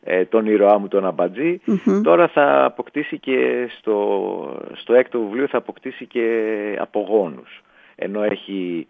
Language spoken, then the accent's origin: Greek; Thessaloniki, Central Macedonia, Greece; μια και είμαι Θεσσαλονικιός